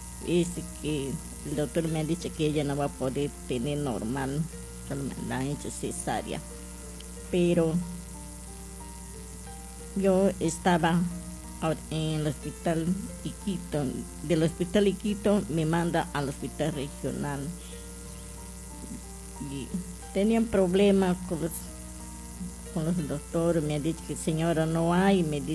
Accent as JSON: {"language": "Spanish", "town": "Pucaurquillo", "region": "Loreto", "country": "Peru", "said": "Yo vengo de la comunidad de Pucaurquillo, Río Ampiaco, comunidad nativa."}